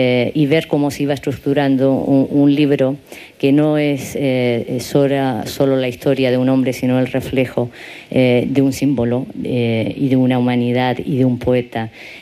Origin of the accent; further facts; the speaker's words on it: Chile; Yo soy chilena